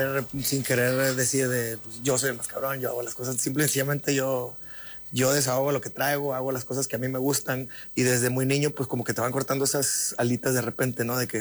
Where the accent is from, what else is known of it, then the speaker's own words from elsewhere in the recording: Mexico; Creo que como mexicanos tenemos pocos años que nos volvimos a dar cuenta de lo importante que es y el representar nuestra cultura, el representar nuestro país